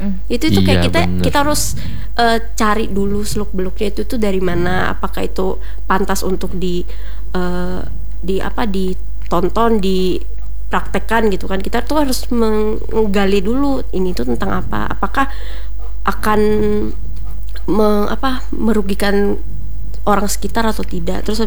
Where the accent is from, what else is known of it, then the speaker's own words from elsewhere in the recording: Tangerang, Banten, Indonesia; Apalagi kan aku dari Tangerang kan, memang bahasanya di situ, bayangkan Jaksel kebanding bahasa Sunda atau Betawi. Kan aku kan di daerah sana Sunda Betawi kan, banyak kan.